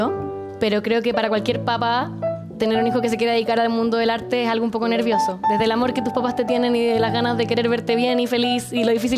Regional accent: Chile; born there; also born or lived in Peru; Y cuando yo nací, mis papás vivían en Perú. Yo nací allá, mi hermano también, somos todos peruanos, pero mi mamá es chilena y al tiempo después, la vida, circunstancias familiares, la separación de mis papás, muchas cosas, terminamos volviendo a Chile.

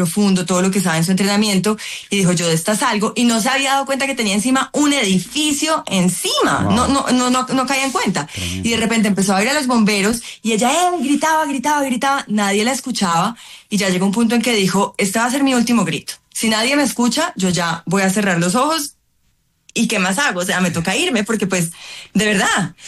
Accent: Colombia; y que como colombianos los ayudemos

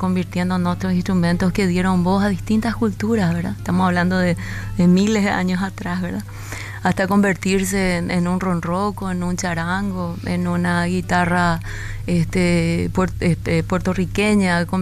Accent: Paraguay; moved away; Al público de mi tierra

